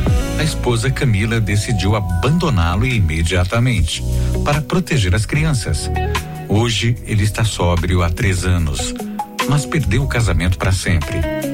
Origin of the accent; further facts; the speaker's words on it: Santa Cecília, Brazil; Sou de Santa Cecília.